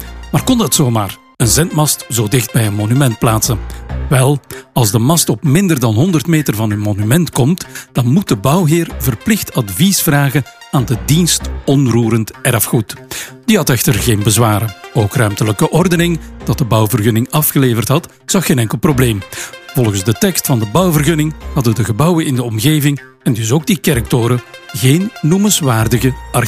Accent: Antwerp, Flanders, Belgium; Op ons centraal station zijn we als Antwerpenaar natuurlijk wel een beetje trots.

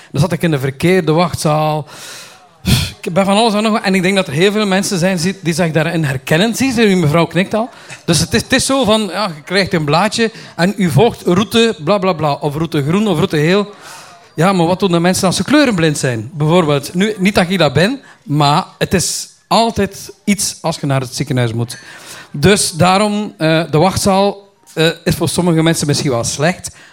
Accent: Kortemark, West Flanders, Belgium; Ik ben een echte West-Vlaming.

